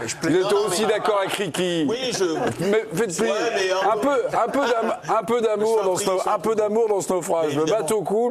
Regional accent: Spain; Moi, je suis espagnol également.

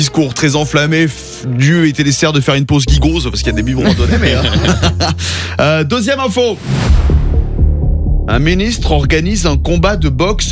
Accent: England, United Kingdom; French is a second language; De toute façon, je suis anglaise. Va falloir que je boive ma première bière à un moment donné.

